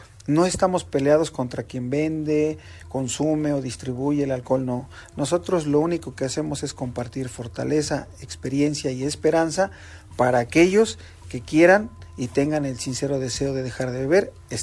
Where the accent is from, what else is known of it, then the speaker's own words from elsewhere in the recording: Mexico; porque somos mexicanos también